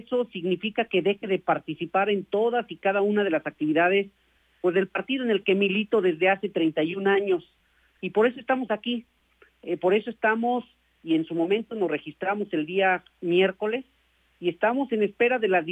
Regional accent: Irapuato, Guanajuato, Mexico; born there; Irapuato, donde yo nací

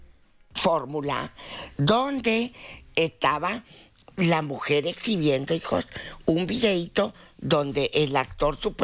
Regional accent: Mexico; Somos los mismos mexicanos en fregarnos.

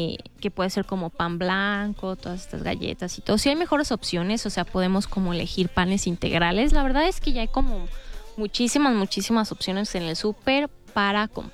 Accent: Mexico; Somos bien paneros, o sea, como buenos mexicanos, ¿verdad?

